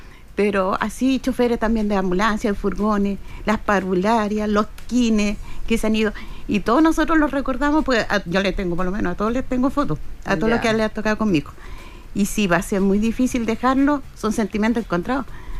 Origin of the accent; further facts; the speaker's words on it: Chile; somos todos los chilenos los que damos